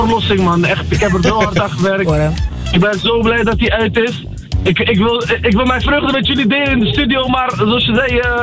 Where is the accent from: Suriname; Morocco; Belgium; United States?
Morocco; Berkane, Oriental; now in Netherlands; Dat is de regio waar ik vandaan kom, uit Marokko, Berken. En Berken staat heel erg gekend om de sinaasappels.